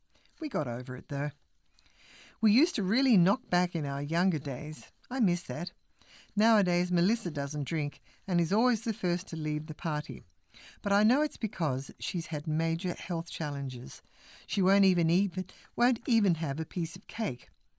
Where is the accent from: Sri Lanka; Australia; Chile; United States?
Australia; New South Wales; I'm from Kamilaroi in western New South Wales